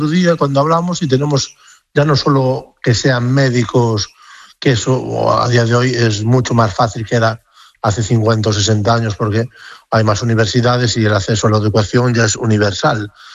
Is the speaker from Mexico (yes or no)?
no; Moaña, Galicia, Spain; also born or lived in Catalonia; yo viví, nací en Cataluña, y luego viví en la costa de Galicia, en Moaña, donde es el futbolista de Celta Iago Aspas.